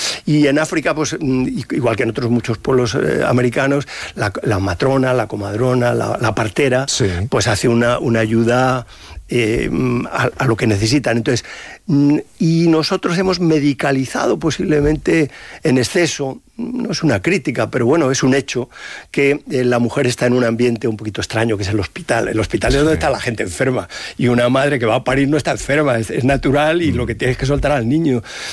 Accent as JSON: {"language": "Spanish", "town": "Madrid", "region": "Community of Madrid", "country": "Spain", "lives_now": "Salamanca, Spain", "said": "yo soy madrileño y ahora estoy adoptado en Salamanca por la cátedra"}